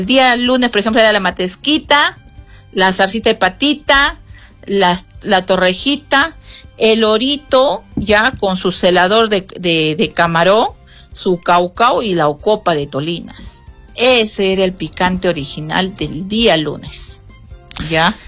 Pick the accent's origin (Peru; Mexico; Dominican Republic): Peru; Arequipa; Nosotros acá en Arequipeña, como arequipeños como grandes tradicionalistas y amantes de nuestra historia y tradición